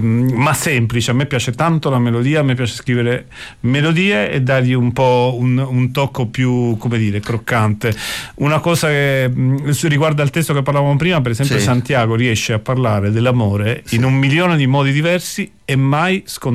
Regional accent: Mazara del Vallo, Sicily, Italy; born there; moved away as an adult; also born or lived in Florence; io sono nato appunto a Mazara in Sicilia, mi sono trasferito a Firenze per fare l'università

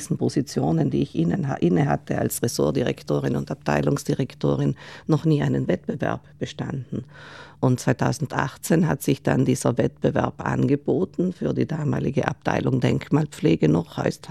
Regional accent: Bolzano, Trentino-Alto Adige, Italy; ich bin in der Bozner Sparkassestraße aufgewachsen, wo auch das Stadtmuseum steht.

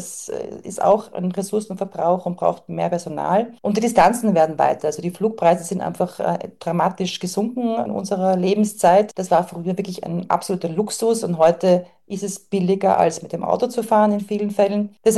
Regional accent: Austria; Also natürlich haben wir als Österreicher Hallstatt dabei

